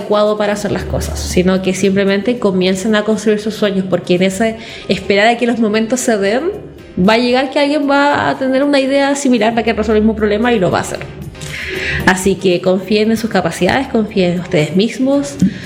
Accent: Concepción, Biobío, Chile

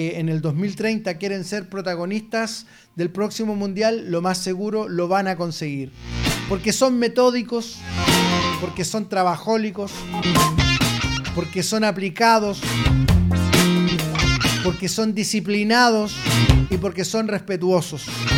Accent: Chile

